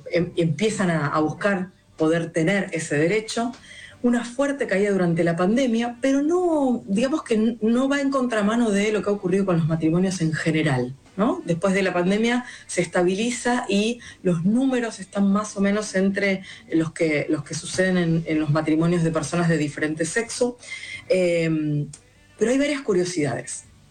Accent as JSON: {"language": "Spanish", "country": "Argentina", "said": "Qué bueno poder traer a esta mesa cosas que nos ponen como argentinos a la vanguardia"}